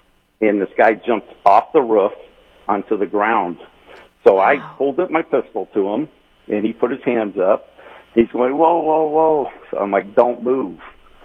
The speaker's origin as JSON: {"language": "English", "town": "Salinas", "region": "California", "country": "United States", "tie": "born or raised there", "said": "I'm 66 years old. I'm born and raised in Salinas"}